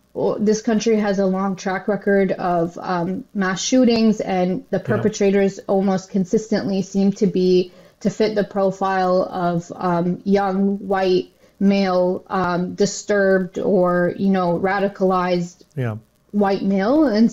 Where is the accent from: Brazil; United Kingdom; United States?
United States; I haven't personally felt safe for a long time. You know, I grew up in post 9/11 America. I was young at the time